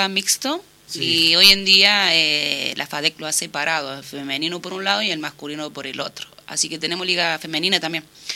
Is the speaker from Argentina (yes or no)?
yes; Córdoba, Argentina; born there; now in Villa Mercedes, Argentina; Soy nacida en Córdoba, pero hace años ya soy radicada acá de Villa Mercedes, Alves.